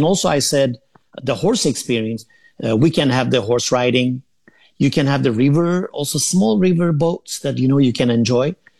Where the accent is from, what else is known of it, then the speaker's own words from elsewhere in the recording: Black Sea Region, Turkey; born there; English is a second language; I was born in the Black Sea region. I say, you know, when you come to Black Sea, you can see the New Zealand in Turkey as well.